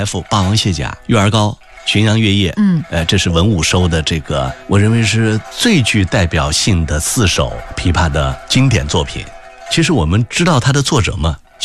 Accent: China; 作为一个中国人

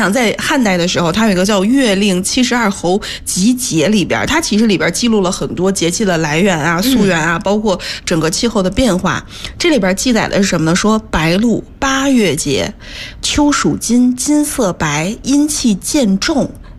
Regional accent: Northeast China, China; 像我们作为东北人该积酸菜了

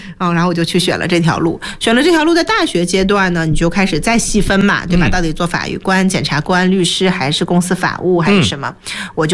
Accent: Ma'anshan, Anhui, China; born there; 我是出生在安徽省马鞍山市。

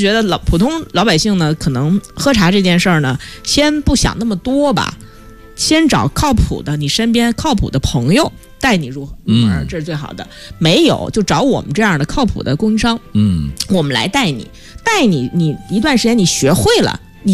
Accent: China; 对于我们中国人来说

